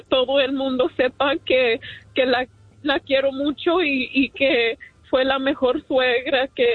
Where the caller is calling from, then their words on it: Pomona, California, United States; De la ciudad de Pomona, California